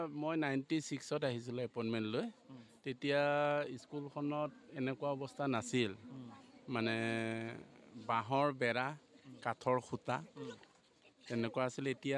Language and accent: Assamese; Kaliabor, Assam, India; মোৰ ঘৰ কলিয়াবৰৰে।